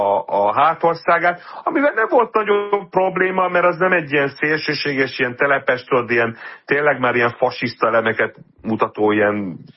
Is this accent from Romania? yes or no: no; Israel; hát persze cionista, hogy izraeli vagyok, szeretném, hogy megmaradjon Izrael